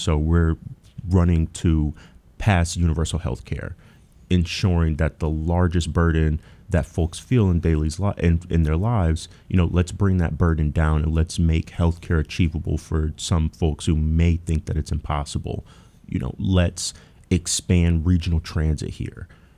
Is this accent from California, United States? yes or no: no; Battle Creek, Michigan, United States; Yep. Born and raised.